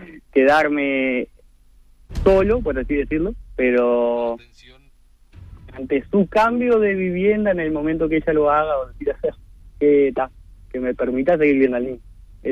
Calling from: Canelones, Uruguay; Canelones, departamento.

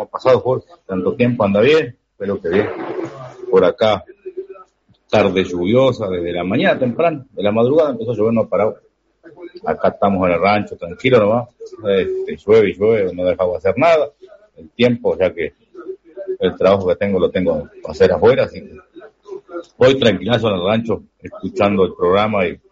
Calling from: Minas, Lavalleja, Uruguay; Hoy por la ciudad de Minas, La Valleja, departamento de La Valleja.

